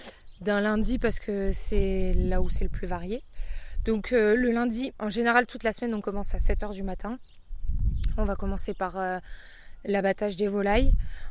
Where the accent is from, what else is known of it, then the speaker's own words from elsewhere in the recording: France; on est français